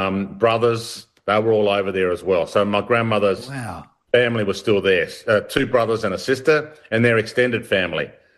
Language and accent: English; Australia; as an Australian kid growing up